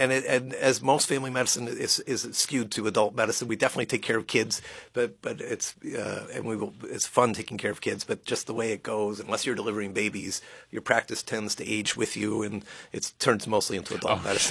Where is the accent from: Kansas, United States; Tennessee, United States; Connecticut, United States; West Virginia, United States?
Connecticut, United States; No, not by any standard she would recognize. No, very Connecticut suburbs outdoors.